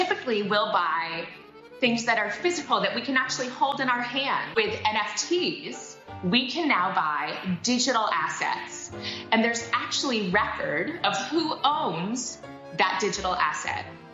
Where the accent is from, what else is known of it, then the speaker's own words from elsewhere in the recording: Connecticut, United States; I'm from a small town in Connecticut, actually. I grew up on a farm.